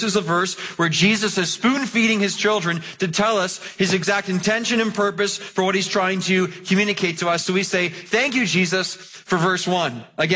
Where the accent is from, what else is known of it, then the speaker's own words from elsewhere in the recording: Mississauga, Ontario, Canada; I grew up in Clarkson, Mississauga. And I went to a school called Clarkson Public School